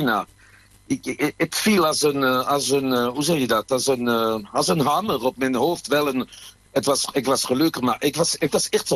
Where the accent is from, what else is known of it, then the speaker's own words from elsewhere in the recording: France; Dutch is a second language; moved away as an adult; now in Netherlands; ik denk als Fransman, dat is absurd.